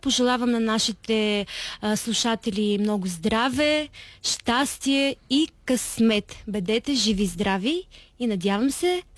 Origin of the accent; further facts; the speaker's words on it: Ukraine; Bulgarian is a second language; now in Bulgaria; съм от Украйна и моето семейство доста ми липсва, защото не сме един до друг дълги години, виждаме се много рядко